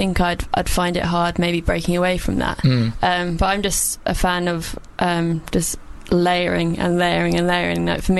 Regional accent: South East England, United Kingdom; Near Hastings, in the south of England.

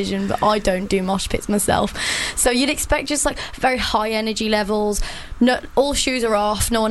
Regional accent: Birmingham, West Midlands, United Kingdom; growing up in Birmingham

